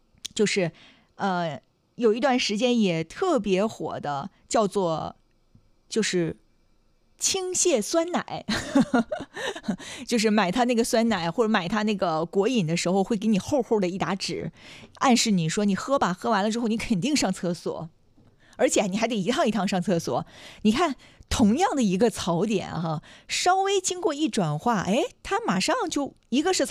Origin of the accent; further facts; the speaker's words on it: China; 我们中国人